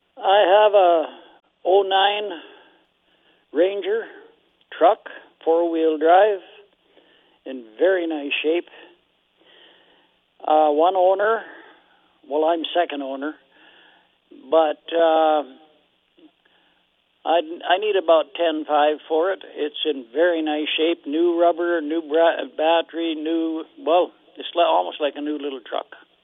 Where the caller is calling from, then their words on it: Viking, Alberta, Canada